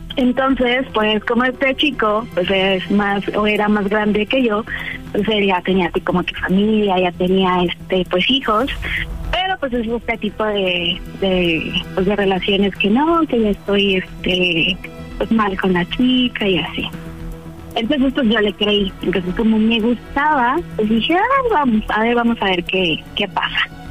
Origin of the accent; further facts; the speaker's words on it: Mexico City, Mexico; Tengo 27 años, de la Ciudad de México.